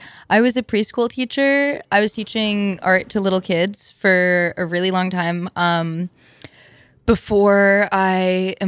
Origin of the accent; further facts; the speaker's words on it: New York, United States; hey, take a chance on a girl. I'm from New York, you know, like I promise I'm a good person.